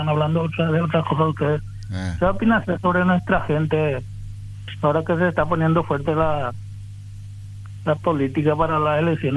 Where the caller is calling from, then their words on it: Paraguay; Qué vergüenza somos los paraguayos.